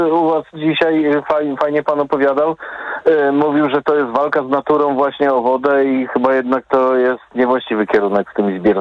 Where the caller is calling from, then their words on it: Bydgoszcz, Kuyavian-Pomeranian Voivodeship, Poland; Ja jestem akurat z Bydgoszczy i tak mi się wydaje, że kiedyś, no jestem już starszym, no 58 lat mam